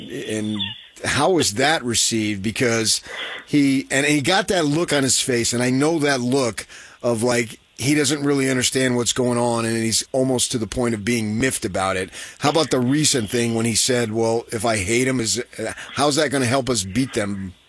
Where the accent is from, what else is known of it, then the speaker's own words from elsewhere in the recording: New Jersey, United States; because I was born and raised in New Jersey, so I could relate to it